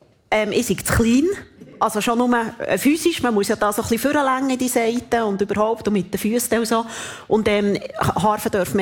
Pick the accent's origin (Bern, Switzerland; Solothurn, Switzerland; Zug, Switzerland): Bern, Switzerland; Thun; Ja, das ist, also ich bin in Thun aufgewachsen und dort hat es ein Restaurant